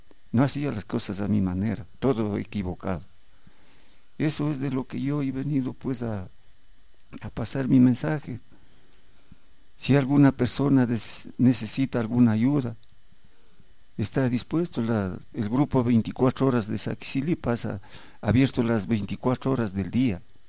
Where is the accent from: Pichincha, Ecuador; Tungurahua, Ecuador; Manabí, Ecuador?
Tungurahua, Ecuador; pues no, porque soy de Tungurahua.